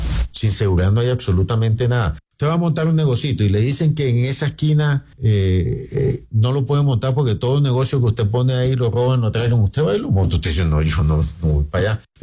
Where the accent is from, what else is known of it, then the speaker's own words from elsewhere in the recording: Santa Marta, Magdalena, Colombia; A ver, yo soy samario, me gusta la Unión Magdalena, no es que me esté yendo muy bien, eso es más de sufrimiento